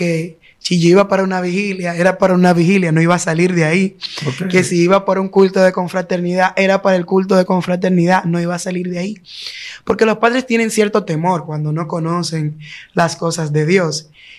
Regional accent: Villa Altagracia, San Cristóbal, Dominican Republic; moved away as an adult; yo vengo de un batey de Villa Altagracia, se llama Básima. Yo crecí ahí junto a mi familia. Nunca salí de ahí hasta ahora que me casé.

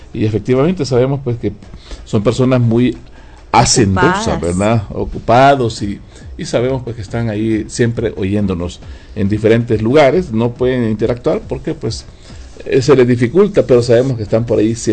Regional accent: Atiquizaya, Ahuachapán, El Salvador; born there; yo nací en Atiquizaya, pero no en el pueblo

